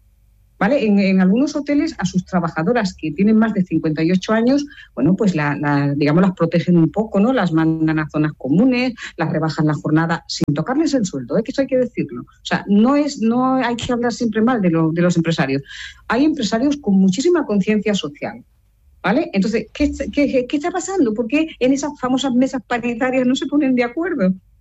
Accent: Lloret de Mar, Catalonia, Spain; yo vengo de la Costa Brava, de Lloret de Mar, y en agosto es espectacular

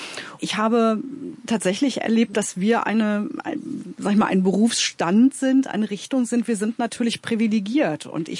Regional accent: West Germany, Germany; born there; moved away as an adult; now in Brandenburg, Germany; als jemand, der im tiefen Westen geboren ist und inzwischen im Strukturwandel betroffenen Osten lebt und verankert ist

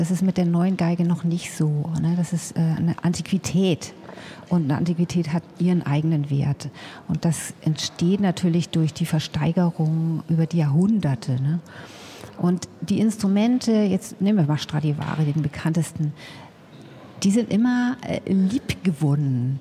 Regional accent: Hamburg, Germany; moved away as an adult; now in Mecklenburg, Germany; ich komme eigentlich aus Hamburg und habe da anfangs gearbeitet.

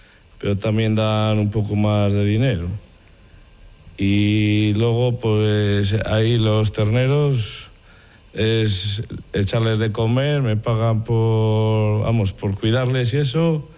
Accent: Spain; soy de aquí de Villanueva Salmancio.

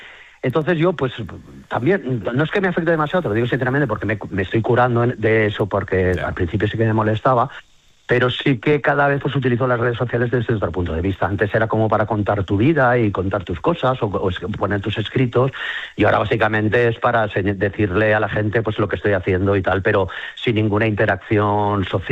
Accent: Valencian Community, Spain

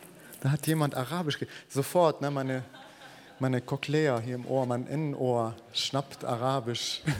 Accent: Byblos, Mount Lebanon, Lebanon; moved away; ich bin im Libanon aufgewachsen und da war unser Radius, also unser Bewegungsradius, sehr, sehr klein. Es ist ein kleines Land

